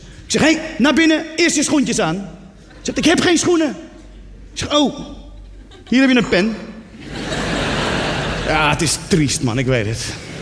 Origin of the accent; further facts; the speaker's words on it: Netherlands; Ik zeg, ik kom uit Nederland, daar heb je geen zwerfpaarden.